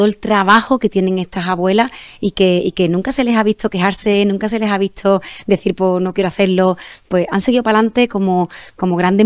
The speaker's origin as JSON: {"language": "Spanish", "town": "Jerez de la Frontera", "region": "Andalusia", "country": "Spain"}